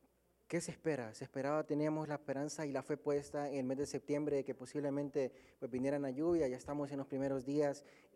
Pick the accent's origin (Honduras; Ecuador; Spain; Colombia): Honduras; nos llama la atención y la solidaridad a todos como hondureños